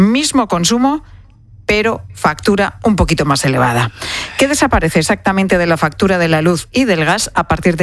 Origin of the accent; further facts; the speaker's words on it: Spain; que somos muchos españoles